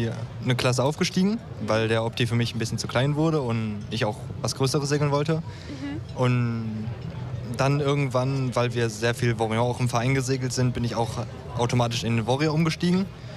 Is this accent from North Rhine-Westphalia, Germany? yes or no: yes; Schwelm, North Rhine-Westphalia, Germany; Nein, ich komme aus Schwelm, das in der Nähe vom Wuppertal.